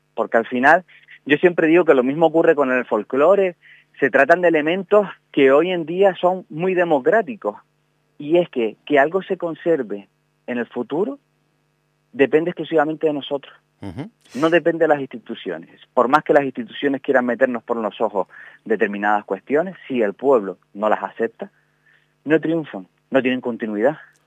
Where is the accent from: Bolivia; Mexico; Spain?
Spain; Canary Islands; ¿Entonces nuestros abuelos no son canarios? ¿O nosotros somos más canarios que ellos?